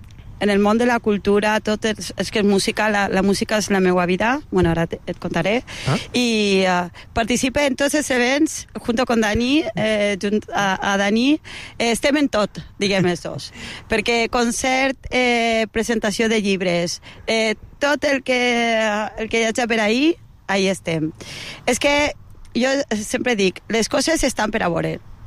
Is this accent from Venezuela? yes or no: no; Argentina; first language Spanish; Catalan is a second language; now in Valencian Community, Spain; el fet de que soc argentina